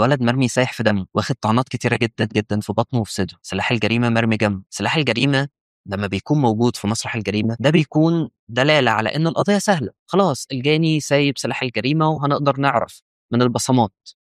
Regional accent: Egypt; بطبيعتنا كمصريين

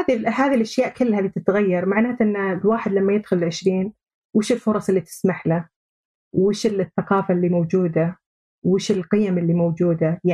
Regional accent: Saudi Arabia; لنا إحنا كسعوديين،

